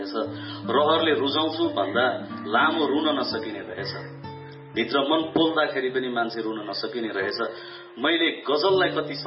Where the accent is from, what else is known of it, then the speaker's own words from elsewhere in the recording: Gandaki Province, Nepal; मेरो थकाइ त्यही गाउँको थकाइ हो जहाँ एकापट्टिबाट चेपे बग्छ त्यो चेपे मेरोतिर आएन आएको भए अझै त्यो हरियाली हुन्थ्यो होला दरौदी बगेको ठाउँमा एउटा डाँडो बसिदियो